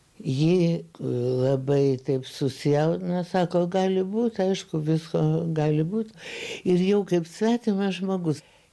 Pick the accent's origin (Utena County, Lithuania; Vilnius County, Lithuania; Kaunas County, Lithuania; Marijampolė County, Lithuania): Kaunas County, Lithuania; Kaunas; Gyvendama Kaune, kuris ypač sovietmečių, dar buvo toks, nu, atsiprašau savo gimtojo miesto, provincialokas.